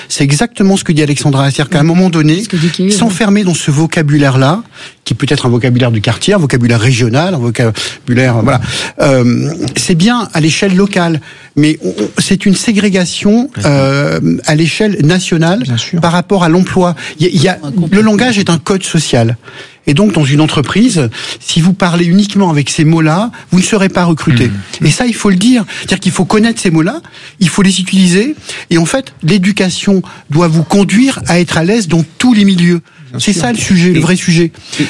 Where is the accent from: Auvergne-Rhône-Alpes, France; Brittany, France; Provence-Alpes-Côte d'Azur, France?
Provence-Alpes-Côte d'Azur, France; Moi je suis un provençal.